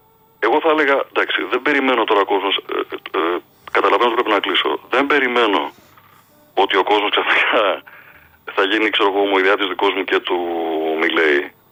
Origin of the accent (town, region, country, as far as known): Greece